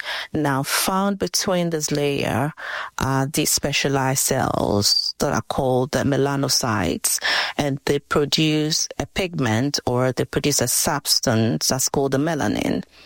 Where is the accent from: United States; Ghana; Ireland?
Ghana; I grew up in Ghana, West Africa.